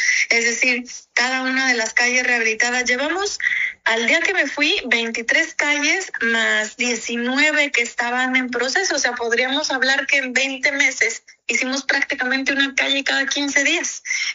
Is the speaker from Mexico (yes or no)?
yes; Mexico